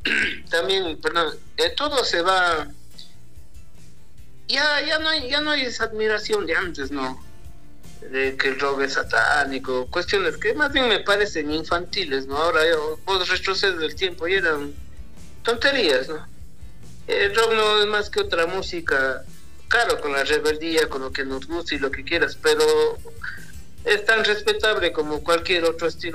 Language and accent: Spanish; Cuenca, Azuay, Ecuador; yo soy cuencano, tengo un poco mi, ¿cómo se dice? Curuchupa.